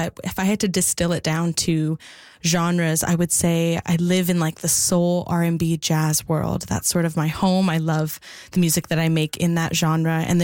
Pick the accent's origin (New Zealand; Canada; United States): Canada; Mission, British Columbia; I'll be playing the Mission Folk Festival, my hometown folk festival